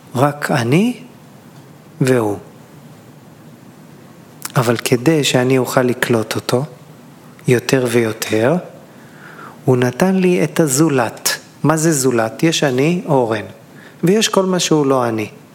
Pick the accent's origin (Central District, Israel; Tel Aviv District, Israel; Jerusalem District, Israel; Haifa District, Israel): Central District, Israel; Elishiv; גדלתי בחוף מחמורת, אני מושבניק מאלישי ועמק הפר. שבוע שעבר הייתי במחמורת, חוף ילדותי.